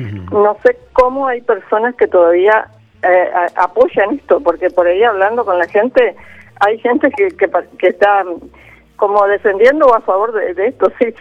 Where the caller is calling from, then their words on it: Reconquista, Santa Fe, Argentina; de Reconquista.